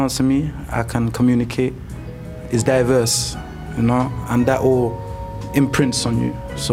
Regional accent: Coventry, West Midlands, United Kingdom; the reason I can jump on Graham, I can jump on any sound is because I'm from Coventry, it's diverse.

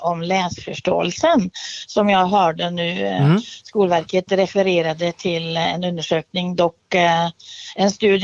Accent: Norway; I Norge, där jag kommer ifrån ursprungligen, så har vi ofta 2 lärarsystem.

